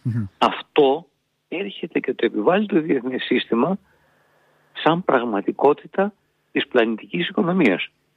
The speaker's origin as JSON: {"language": "Greek", "country": "Greece", "said": "μιλάω τώρα ως Έλληνας σαν να ήμουν Ευρωπαίος"}